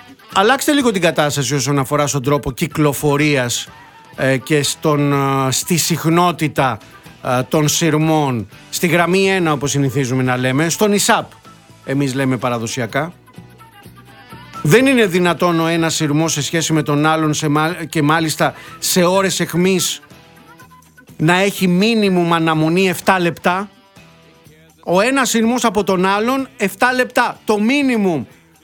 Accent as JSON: {"language": "Greek", "region": "Peloponnese", "country": "Greece", "said": "άλλοι τόσοι χρειαζόμαστε για να φτάσουμε από τη Σπάρτη στα μέρη μας. Στους Μολάους, στη Μονεβασιά"}